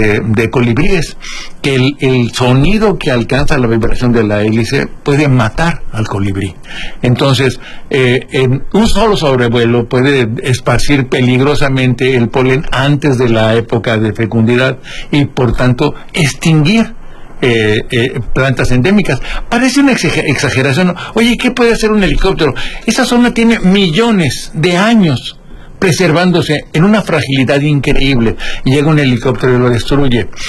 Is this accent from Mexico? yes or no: yes; Baja California Sur, Mexico